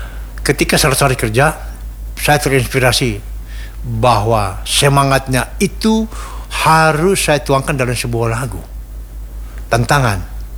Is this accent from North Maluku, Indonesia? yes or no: yes; Ternate, North Maluku, Indonesia; Saya dari Ternate sana.